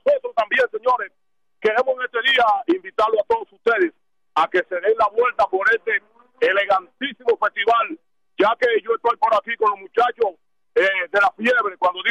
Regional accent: Dominican Republic; now in United States; cuando vine de República Dominicana en el 90, caí al Bronx, el condado de La Salsa

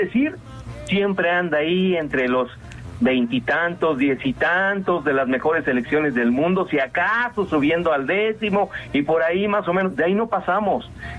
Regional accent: Mexico; born there; Ojalá, porque es un país al que yo amo, es un país donde yo nací

